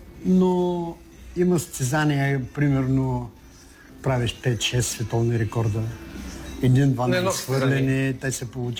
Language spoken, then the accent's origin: Bulgarian; Veliki Preslav, Shumen Province, Bulgaria; also born or lived in Smyadovo; Аз съм роден в Смядово.